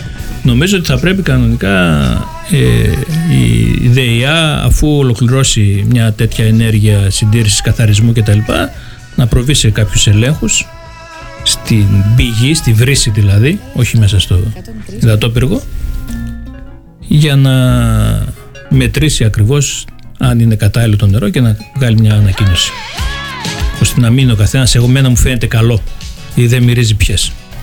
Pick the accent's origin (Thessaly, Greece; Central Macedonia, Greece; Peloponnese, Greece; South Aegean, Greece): Central Macedonia, Greece; Aridaia; εγώ επειδή μεγάλωσα στην Αριδαία